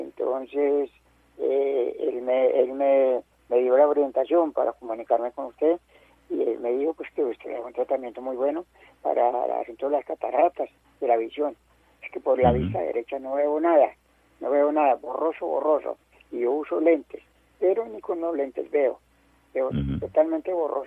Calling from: Bogotá, Colombia; Le estoy llamando desde Bogotá.

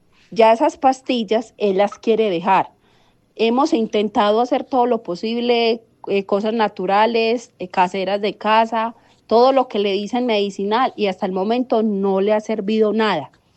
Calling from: Montebello, Antioquia, Colombia; le hablo de Montebello, Antioquia.

